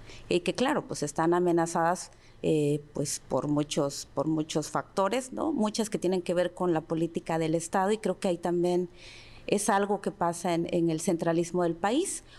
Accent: Guerrero, Mexico; first language Mixtec (Tu'un Savi); Spanish is a second language; nosotros somos uno de esos 68 pueblos, ¿no? El pueblo Ñu Savi.

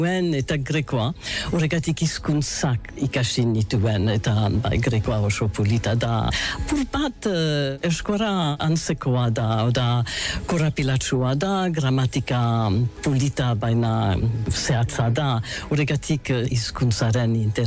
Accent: Ciboure, Nouvelle-Aquitaine, France; Basque is a second language; moved away; also born or lived in New York, United States / London, United Kingdom; eta bo, New Yorken jaio nintzen, baina txikitan Ziburura joan nintzen, burasoekin, eta haiek Ziburun bizi ziren, urte asko, amar urte, gora bera, eta Ziburuko eskolara joan nintzen

